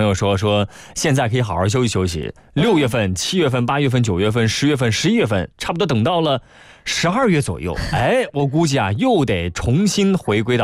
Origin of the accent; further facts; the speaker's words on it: Guangdong, China; 咱们广东人、广东朋友